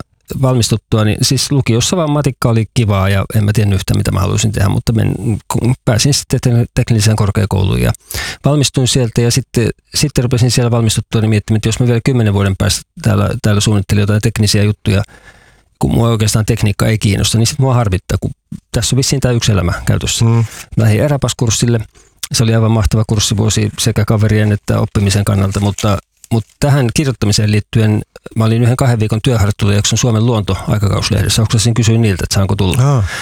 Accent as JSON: {"language": "Finnish", "town": "Vantaa", "region": "Uusimaa", "country": "Finland", "lives_now": "Kainuu, Finland"}